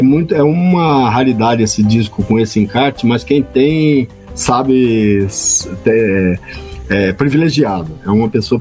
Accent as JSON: {"language": "Portuguese", "town": "Sumé", "region": "Paraíba", "country": "Brazil", "said": "não sou de lá, eu sou de Sumé. Eu nasci em Sumé, mas minha mãe registrou em Campina Grande."}